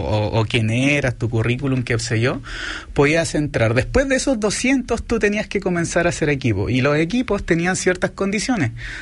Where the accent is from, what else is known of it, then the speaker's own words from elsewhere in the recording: Valdivia, Los Ríos, Chile; soy del sur, soy de Valdivia